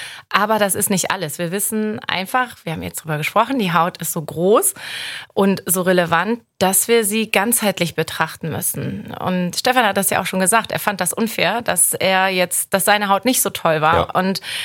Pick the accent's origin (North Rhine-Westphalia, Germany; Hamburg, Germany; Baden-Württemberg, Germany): Hamburg, Germany; Mein Gott, ich bin Hamburger, ich kenne John Stimme nun auch schon so lange